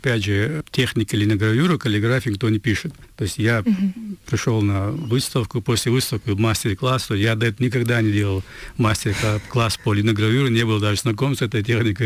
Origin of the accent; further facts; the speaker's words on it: Chechnya, Russia; я, как каллиграф из Чечни